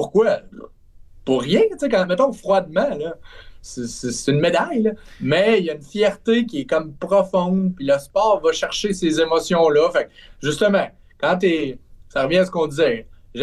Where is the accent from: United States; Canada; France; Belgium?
Canada; Trois-Rivières, Quebec